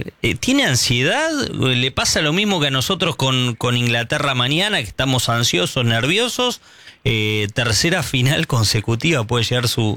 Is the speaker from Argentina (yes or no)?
yes; Argentina; a nosotros como argentinos nos interpela